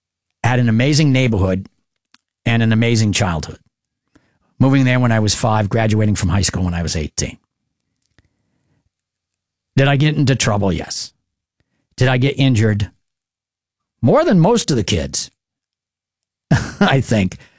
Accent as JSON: {"language": "English", "town": "Marlborough", "region": "New Hampshire", "country": "United States", "tie": "born or raised there", "also_born_or_lived": "Keene, New Hampshire / Surry, New Hampshire", "said": "spent the first 4.5 years of my life growing up in Surrey, New Hampshire. From there, I moved to Cottage Street in Marlborough, New Hampshire, across the street from my grandparents, my dad's parents."}